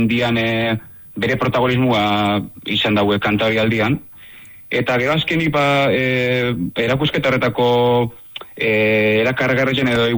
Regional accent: Lekeitio, Basque Country, Spain

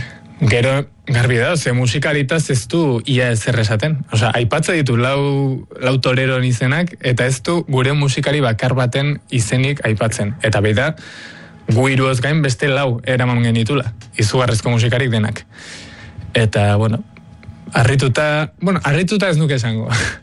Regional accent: Tolosa, Basque Country, Spain; now in Madrid, Spain; ni Tolosarra naiz.

